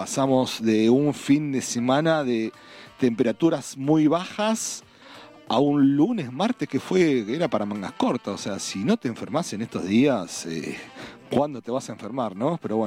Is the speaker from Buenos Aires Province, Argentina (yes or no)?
no; Casilda, Santa Fe, Argentina; en el sur de la provincia de Santa Fe, más precisamente en Casilda, ahí cerquita de Rosario, en mi ciudad natal, unos 50 kilómetros aproximadamente de Rosario.